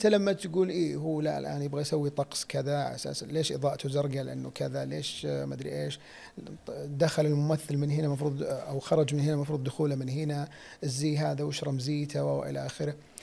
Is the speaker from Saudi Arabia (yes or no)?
yes; Saudi Arabia; عندنا في السعودية